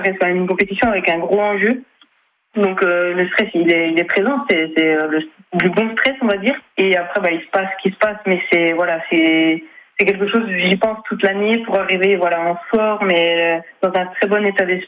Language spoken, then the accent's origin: French; Morteau, Bourgogne-Franche-Comté, France; born or raised there